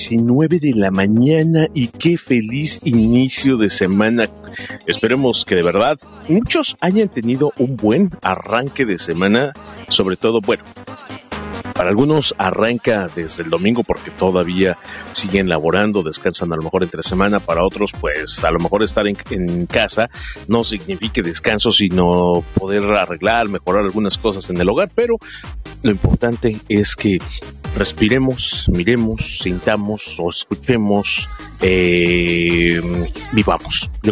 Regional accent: Mexico

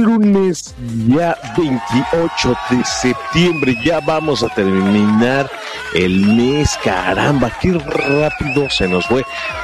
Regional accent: Mexico; el ser mexicanos, el haber nacido en esta hermosa tierra

